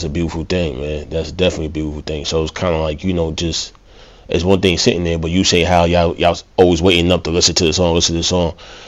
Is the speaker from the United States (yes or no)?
yes; New Jersey, United States; I'm from Jersey.